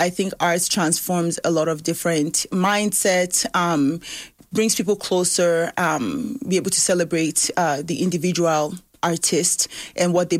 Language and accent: English; Lagos, Nigeria; now in Canada; I am a Nigerian that was born in Lagos. I've been in Canada for 31 years now.